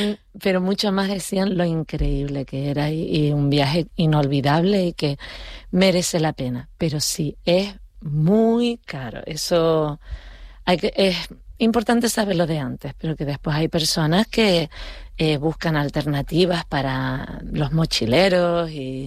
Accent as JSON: {"language": "Spanish", "region": "Canary Islands", "country": "Spain", "also_born_or_lived": "Hawaii", "moved": "yes", "said": "yo soy canaria y hawaiana. No soy una sin la otra."}